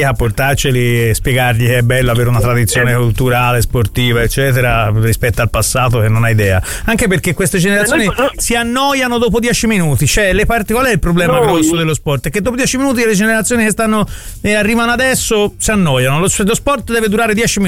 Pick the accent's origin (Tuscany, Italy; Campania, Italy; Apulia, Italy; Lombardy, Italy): Tuscany, Italy; Florence; born there; facevo la Pestalozzi in centro a Firenze